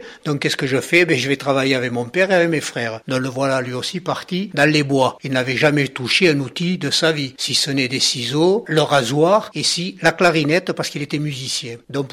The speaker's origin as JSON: {"language": "French", "town": "Mielan", "region": "Occitanie", "country": "France", "tie": "born or raised there", "also_born_or_lived": "Gourgues", "said": "Et puis de Gourgues, nous avons quitté Gourgues et nous sommes partis à Mielan. À Mielan, dans le Gers, voilà, un tout petit village. On s'est adapté, on a vécu là. Il y a encore la maison familiale"}